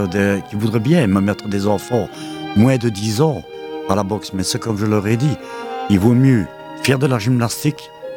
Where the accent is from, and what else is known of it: Verviers, Wallonia, Belgium